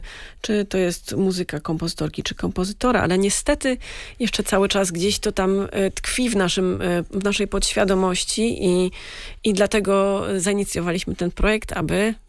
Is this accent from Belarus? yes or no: no; Zielona Góra, Lubusz Voivodeship, Poland; now in Berlin, Germany; ja osobiście jestem z Zielonej Góry, tak jak zresztą Kasia Kwiecień.